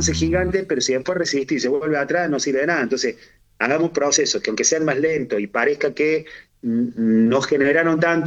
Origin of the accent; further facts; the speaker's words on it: Córdoba, Argentina; A ver, yo nací en Barrio Comercial, que es un barrio muy pobre